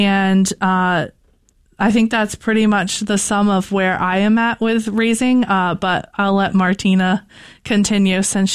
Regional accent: Rumford, Maine, United States; I'm a born and raised Mainer. I'm from Rumford, Maine. And I mean, Maine's home.

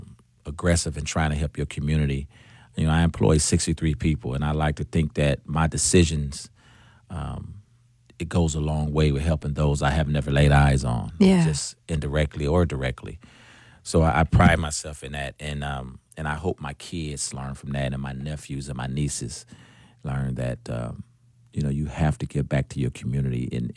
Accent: Milwaukee, Wisconsin, United States; And what Milwaukee, growing up in Milwaukee, has taught me

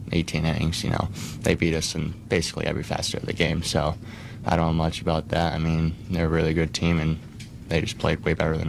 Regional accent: San Luis Obispo, California, United States; To represent SLO, my hometown

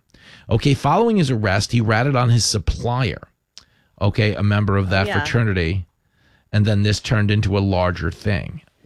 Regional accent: Levittown, New York, United States; I mean, where I grew up in Levittown, we were drinking beer in like sixth grade.

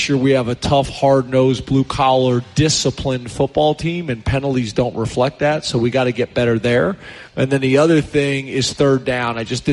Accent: Pennsylvania, United States; moved away; She lives in a house that we grew up in just outside of Philadelphia.

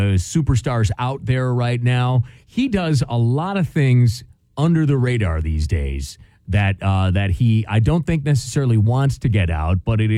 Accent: Wisconsin, United States; something he did last year back in my home state of Wisconsin.

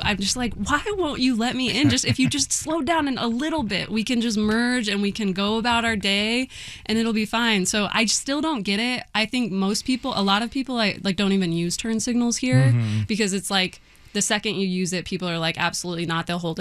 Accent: Indianapolis, Indiana, United States; now in Los Angeles, United States; I come from Indianapolis in Indiana.

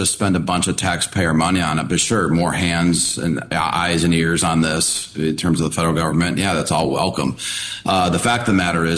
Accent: Lake County, Indiana, United States; I'm from Lake County

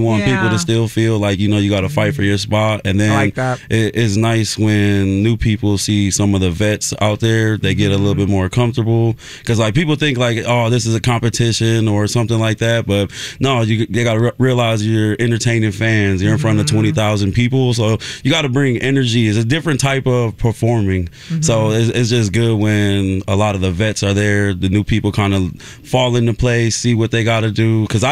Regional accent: Milwaukee, Wisconsin, United States; moved away as an adult; Yeah, I'm from Milwaukee, graduated from Riverside High School

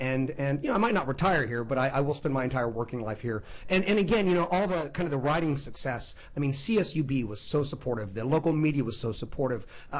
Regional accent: Bakersfield, California, United States; So I'm born and bred Bakersfield. Went to Franklin Elementary. Went to Emerson Junior High, went to Bakersfield High School.

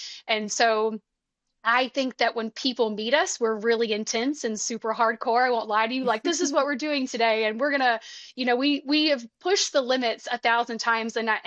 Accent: Alabama, United States; I mean, I'm from Alabama and I was around water all the time and I learned how to swim

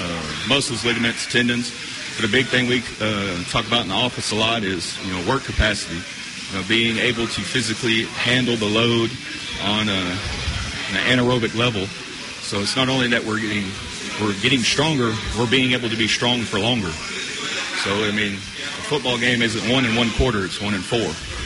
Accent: Denison, Texas, United States; moved away as an adult; So I just thought if I could come back to my hometown

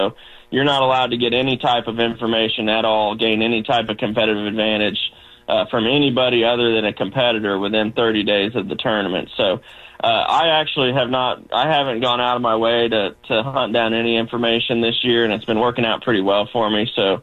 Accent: Versailles, Missouri, United States; I grew up in Versailles, went to school there, K through 12. My grandparents lived at Lake of the Ozarks on the water full-time my whole life

